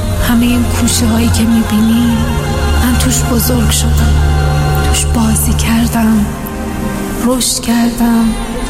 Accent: Saqqez, Kurdistan, Iran; ببینی اینجا سقزه، زادگاه من و همشهریامه. کوچیک هست ولی پر از محبت و غیرت. نگاه کنین، اینجا دبستانم بود، من اینجا درس خوندم، اینجا هم دیپلم گرفتم.

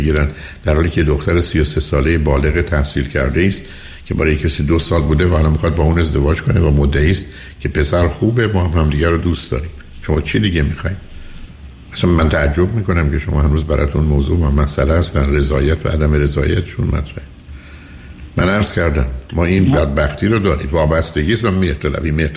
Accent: Iran; moved away; ما از ایران آمدیم بیرون، ولی با خودمون همچنان وابستگی رو آوردیم

